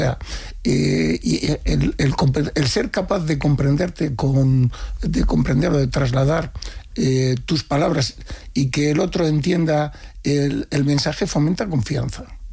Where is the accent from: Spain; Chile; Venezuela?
Spain; Somos, los españoles somos empáticos.